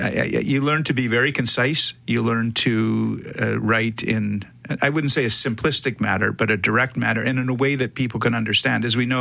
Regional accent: Saskatchewan, Canada; also born or lived in England; now in Winnipeg, Canada; I was. I was born in England a long time ago. My parents went to the States and ultimately to Saskatchewan, and that's where I grew up.

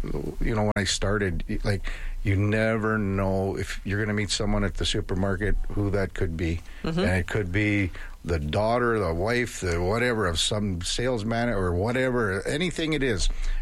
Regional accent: Melville, Saskatchewan, Canada; when I grew up in Melville, Saskatchewan, there was a rec hockey team called the Melville Bombers

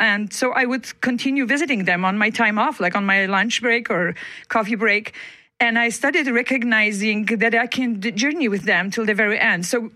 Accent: Poland; now in Manitoba, Canada; when I was a small child living and growing up in Poland

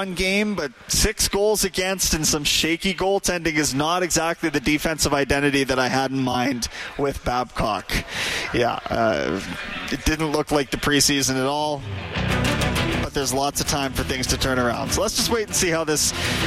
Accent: Kamloops, British Columbia, Canada; moved away; It's my hometown of Kamloops, BC.

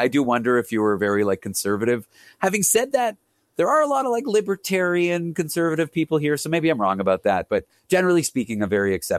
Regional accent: Canada; I'm Canadian.

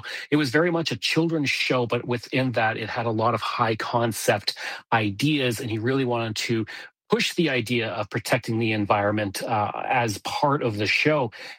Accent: Calgary, Alberta, Canada; being in a place like New Brunswick, where I ran into somebody who was born and raised in Calgary like I was

